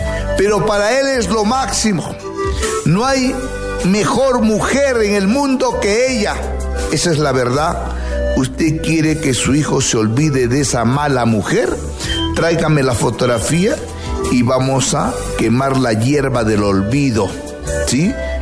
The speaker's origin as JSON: {"language": "Spanish", "town": "Huancabamba", "region": "Piura", "country": "Peru", "said": "Tradición inca de mi tierra, Huancabambina. … el chamán de América. Amigos, 67 años de vida"}